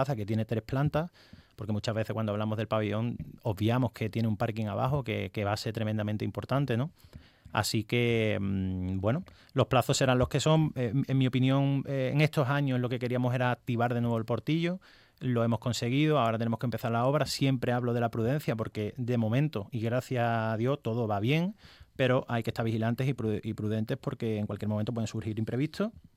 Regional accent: Cádiz, Andalusia, Spain

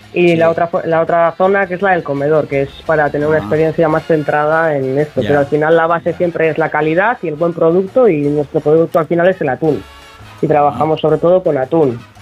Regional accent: Ea, Basque Country, Spain; ¿De soy dónde? de Ea. Otro pueblito cercano. De Ea.

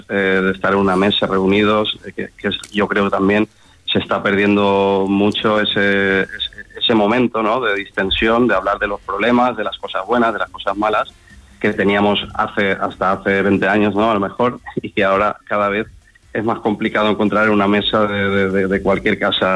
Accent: Valencia, Valencian Community, Spain

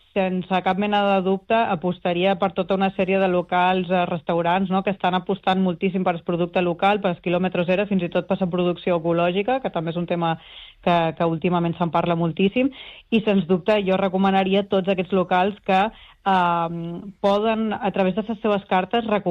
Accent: Ibiza, Balearic Islands, Spain; per exemple, visc a una illa petita, jo sóc d'Eivissa

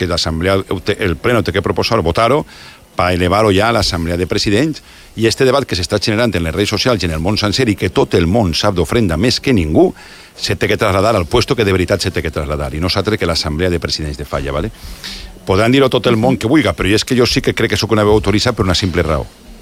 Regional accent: Benaguasil, Valencian Community, Spain; Me pilla propet, jo soc de Benaguasil, o sea que ja aniré

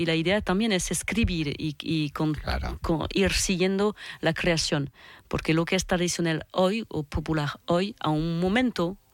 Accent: Nouvelle-Aquitaine, France; yo hablo porque soy cantante de Iparralde

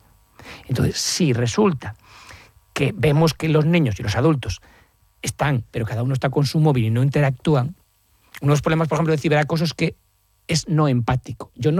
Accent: Galicia, Spain; Y como buen gallego yo siempre digo, depende.

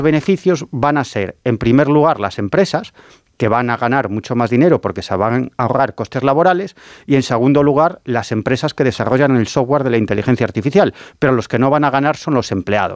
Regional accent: Galicia, Spain; Mientras tanto, en Occidente estamos, como decimos en mi tierra, a velas vir, en gallego.

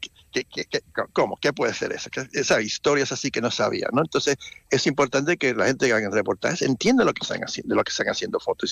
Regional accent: Puerto Rico; now in Sweden; Yo fui criado en Puerto Rico, ahí tenían fiestas patronales, y para mí, como no vivo un sitio que tiene fiestas así

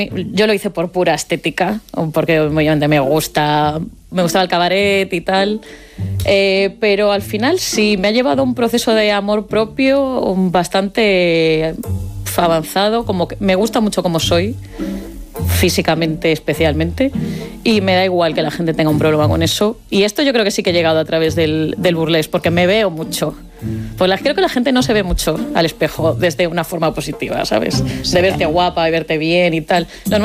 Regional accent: Vigo, Galicia, Spain; yo soy de Vigo, cuando vuelvo a Vigo, sí noto

